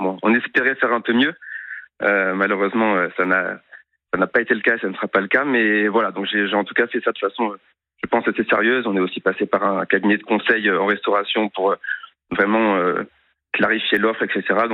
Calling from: Paris, Île-de-France, France; j'ai 32 ans, j'habite à Paris. Enfin, oui. J'habitais à Paris

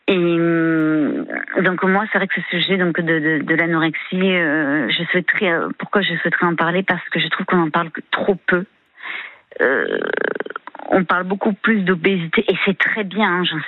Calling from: Toulon, Provence-Alpes-Côte d'Azur, France; Il fait bon encore chez nous à Toulon, voilà.

